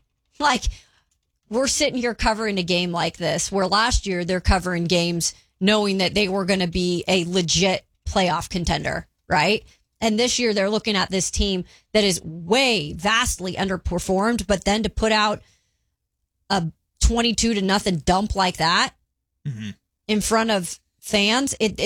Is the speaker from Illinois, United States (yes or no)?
no; Spokane, Washington, United States; Again, I'm not from Seattle. I think people get confused. I am Spokane. Not from Seattle. I am from Spokane, Washington.